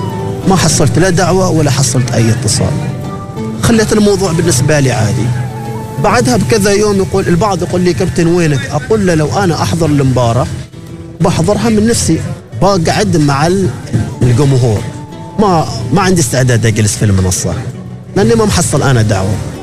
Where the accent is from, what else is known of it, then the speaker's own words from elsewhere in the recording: Salalah, Dhofar, Oman; ترى أنا من صلالة